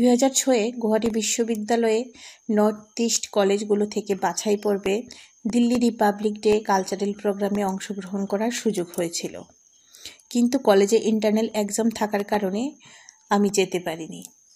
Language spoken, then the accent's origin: Bangla; Kailashahar, Tripura, India; moved away as an adult; now in Amarpur, India; আমার বেড়ে ওঠা সংস্কৃতির শহর কৈলা শহরে।